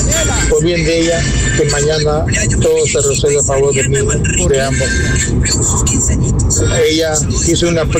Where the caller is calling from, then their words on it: Chimbote, Ancash, Peru; Chimbote.